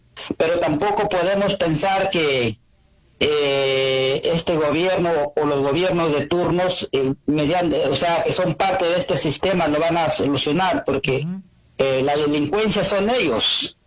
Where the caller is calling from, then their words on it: Lambayeque, Peru; estoy llamando de la región de Lambayeque.